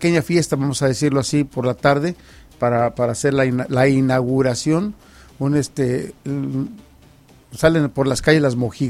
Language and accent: Spanish; Ciudad Nezahualcóyotl, State of Mexico, Mexico; born there; also born or lived in Guanajuato; Yo no nací en San Miguel, en Mengora, Guanajuato. Yo nací en Ciudad Neza.